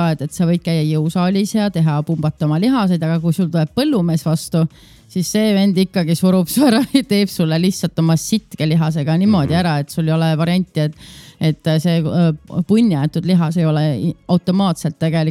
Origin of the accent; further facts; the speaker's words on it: Kõrveküla, Tartu County, Estonia; Ja Eestis on tegelikult, mina kasvasin üles Kõrvekülas ja seal on Kõrvekülas spordisaal